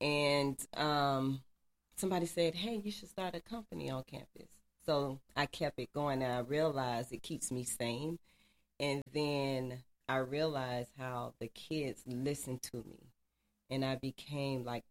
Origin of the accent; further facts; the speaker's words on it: Miami, Florida, United States; born there